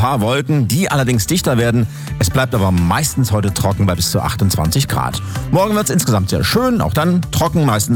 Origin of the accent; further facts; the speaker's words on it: Thuringia, Germany; also ich komme natürlich aus Thüringen und ich mag Thüringen sehr.